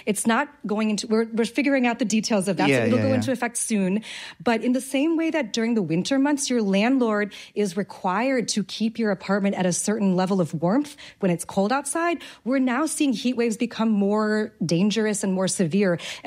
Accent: New York, United States

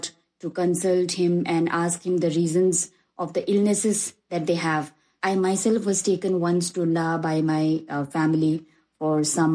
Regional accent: Spiti Valley, Himachal Pradesh, India; I come from Spiti Valley. I am 25 years old.

